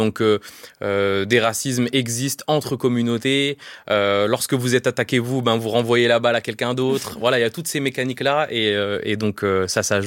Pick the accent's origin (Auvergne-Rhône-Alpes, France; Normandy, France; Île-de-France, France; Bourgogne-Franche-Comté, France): Auvergne-Rhône-Alpes, France; Sainte-Florine; moved away; also born or lived in Bordeaux / Brioude; Moi, j'ai grandi en Haute-Loire. Enfin, je suis né en quartier populaire à Bordeaux, mais j'ai grandi en Haute-Loire, en milieu rural